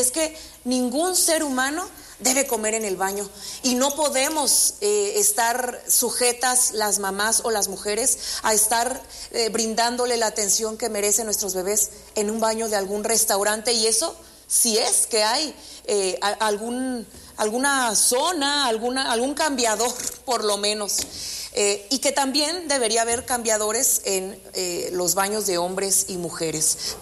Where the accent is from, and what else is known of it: Mexico